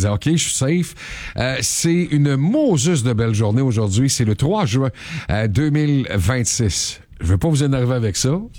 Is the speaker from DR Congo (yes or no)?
no; Drummondville, Quebec, Canada; Moi, je suis de Drummondville.